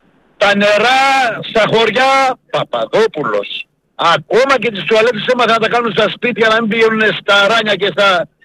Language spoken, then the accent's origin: Greek; Drama, Eastern Macedonia and Thrace, Greece; also born or lived in Dipotamo; Εγώ είμαι από το Διπόταμο, η καταγωγή μου από εκεί είναι. Αλλά σε μικρή ηλικία έφυγα, ήρθα στη δράμα.